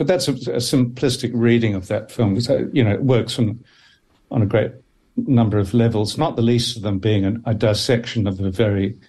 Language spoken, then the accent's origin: English; Dunedin, Otago, New Zealand; I grew up in Dunedin, and in Dunedin, you never really imagined that you would have like I did, a career on the screen of one kind or another.